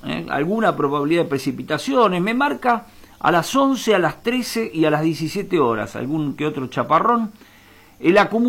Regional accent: Argentina; los que somos argentinos, nos sentimos argentinos

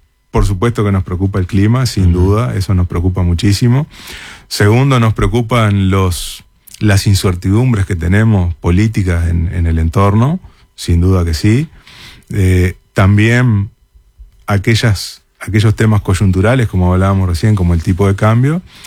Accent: Uruguay

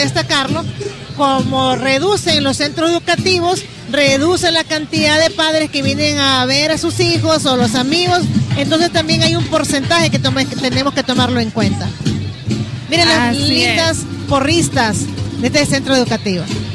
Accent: Honduras; los hondureños todos podemos bailar punta.

